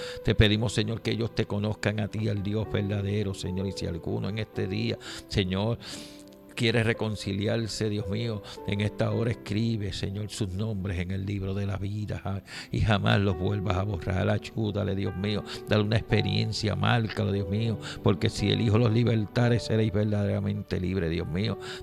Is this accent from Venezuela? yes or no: no; Aguadilla, Puerto Rico; Aguadilla, ese es mi pueblo